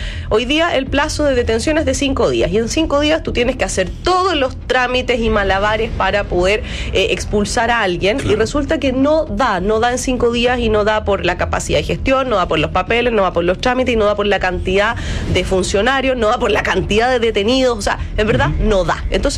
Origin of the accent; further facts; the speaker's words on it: Antofagasta, Chile; Lo digo yo soy antofagastina, yo nací y crecí, estudié en Antofagasta